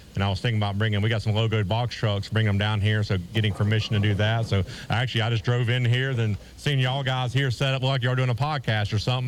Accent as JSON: {"language": "English", "town": "Winter Haven", "region": "Florida", "country": "United States", "tie": "born or raised there", "said": "Third generation from Winter Haven, Polk County, Florida my whole life."}